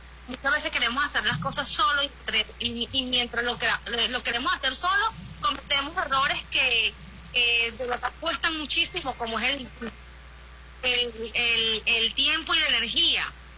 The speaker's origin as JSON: {"language": "Spanish", "country": "Venezuela", "said": "Vine con unas expectativas un poco caídas, como muchos venezolanos, venezolanas, pues afrontamos muchas situaciones que son ajenas a nuestro control."}